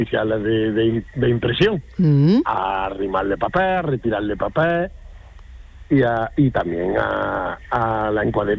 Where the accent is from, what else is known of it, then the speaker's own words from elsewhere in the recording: Aguilar de la Frontera, Andalusia, Spain; now in La Rambla, Spain; Saludo a toda mi familia, que yo vivo en la Rambla, pero soy de Aguilar de la Frontera.